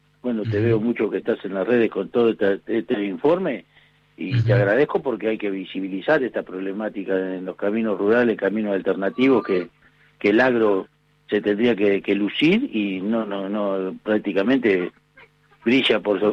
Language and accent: Spanish; Argentina; el argentino somos esto